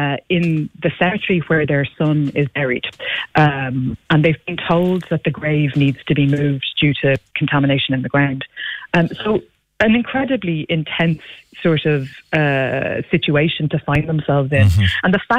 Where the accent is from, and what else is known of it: Ireland